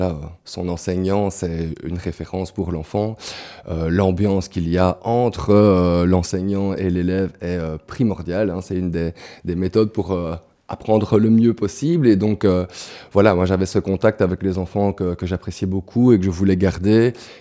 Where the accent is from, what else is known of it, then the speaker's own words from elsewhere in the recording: Wallonia, Belgium; moved away as an adult; also born or lived in Lubumbashi, Congo; now in Namur area, Belgium; Moi, je viens d'un petit village qui est situé près de Liège. Voilà, où j'ai fait aussi mes classes primaires et maternelles dans ce petit village.